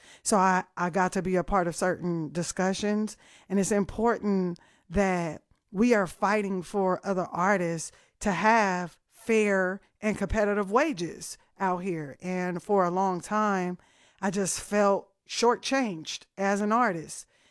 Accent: Oakland, California, United States; I am from Oakland, California, but my father is from Austin and my grandmother is from Austin.

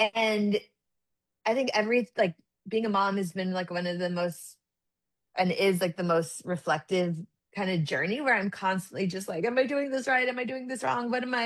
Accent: San Antonio, Texas, United States; growing up in San Antonio, I think there's a pretty big generation of people who do not speak Spanish because of things that our parents went through. And so I think part of that is why my dad didn't speak Spanish

